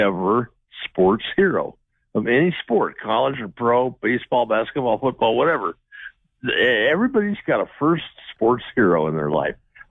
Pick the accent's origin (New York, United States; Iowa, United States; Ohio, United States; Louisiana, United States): Iowa, United States; Iowa City; And I was a kid growing up in Iowa City, a Hawkeye fan.